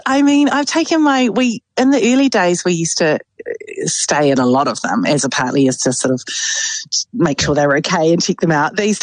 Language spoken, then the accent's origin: English; Tauranga, Bay of Plenty, New Zealand; We did grow up in the country. Okay. I grew up in Kiwi Fruit Orchards. We both grew up on a Kiwi Fruit Orchard. I was in Tauranga and she was in Whakatane.